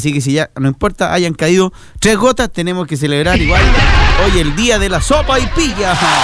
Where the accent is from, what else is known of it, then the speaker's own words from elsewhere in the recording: Chile; Como chilenos tenemos que celebrar hoy el día de la sopaipilla.